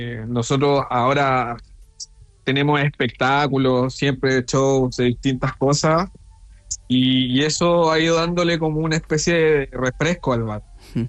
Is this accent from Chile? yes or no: yes; Chile; como yo soy chileno, me corrijan si es que voy hablando un poquito rápido, porque aquí hablamos un poquito rápido.